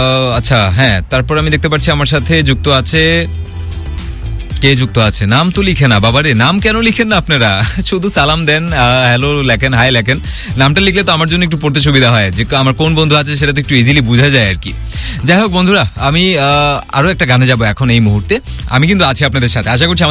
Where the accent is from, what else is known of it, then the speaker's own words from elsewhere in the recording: Bangladesh; as we are বাঙালি বা আমরা Bangladeshi, and being a Bangladeshi